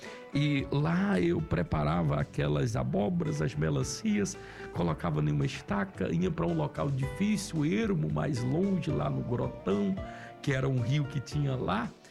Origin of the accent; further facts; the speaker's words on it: Colinas do Tocantins, Tocantins, Brazil; moved away